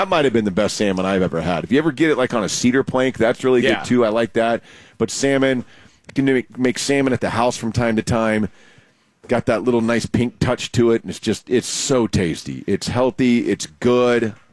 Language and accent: English; Texas, United States; now in California, United States; growing up in Texas, we've all had a gazillion times.